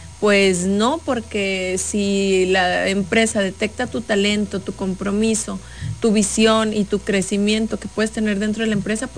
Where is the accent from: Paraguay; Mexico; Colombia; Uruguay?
Mexico; Gómez Palacio, Durango; yo soy de aquí, de Gómez Palacio